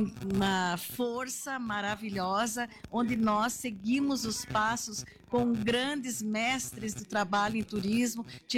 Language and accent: Portuguese; Soledade, Rio Grande do Sul, Brazil; mostrar que somos gaúcho de Soledade, né?